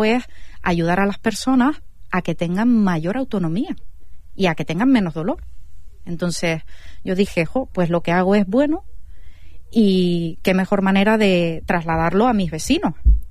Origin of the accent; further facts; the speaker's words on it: Los Llanos de Aridane, Canary Islands, Spain; este proyecto está ubicado en mi ciudad natal, aquí en Los Llanos